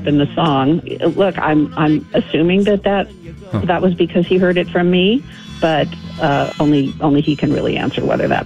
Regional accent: Ashtabula, Ohio, United States; does have the name of my hometown in it, which is Ashtabula.

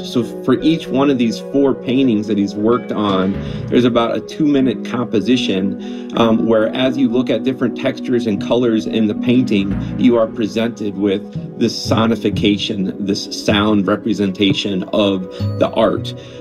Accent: Rochester, Minnesota, United States; I'm from Rochester, Minnesota, and I'm a trombonist who is interested in jazz music.

